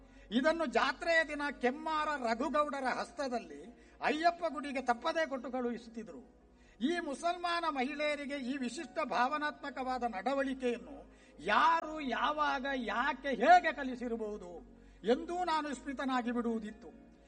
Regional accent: Karnataka, India; ನನ್ನೂರಿನ ಸಮೀಪದ ಕೊಯನಾಡಿನ ಶ್ರೀ ಗಣಪತಿ ಗುಡಿಯ ವಠಾರದಲ್ಲಿ ನಡೆಯುತ್ತಿದ್ದ ಶಿವರಾತ್ರಿ ಉತ್ಸವದಲ್ಲಿ

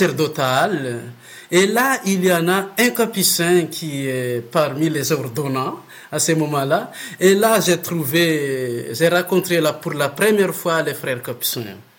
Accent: Madagascar; comme je viens de Madagascar, j'ai fait tout mon parcours des études, des formations, c'était à Madagascar.

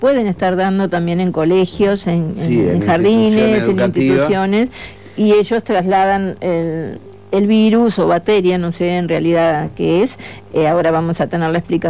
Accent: Florencio Sánchez, Colonia, Uruguay; born there; en el pueblito donde yo nací, Florencio Sánchez, en Cardona.

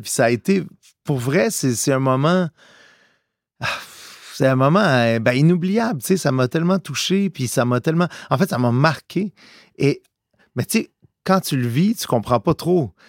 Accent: Montreal, Quebec, Canada; born there; Moi, je suis né à Montréal de parents italiens.

